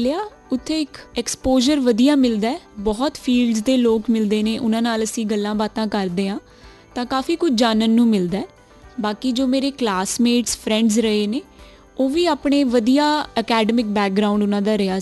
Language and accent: Punjabi; Rajpura, Punjab, India; also born or lived in Chandigarh; ਮੈਂ ਪਟਿਆਲਾ ਜ਼ਿਲ੍ਹੇ ਤੋਂ ਬਿਲੋਂਗ ਕਰਦੀ ਹਾਂ। ਰਾਜਪੁਰਾ ਸ਼ਹਿਰ ਦੇ ਨੇੜੇ ਪਿੰਡ ਮਦਨਪੁਰ, ਉੱਥੋਂ ਦੀ ਮੈਂ ਰਹਿਣ ਵਾਲੀ ਹਾਂ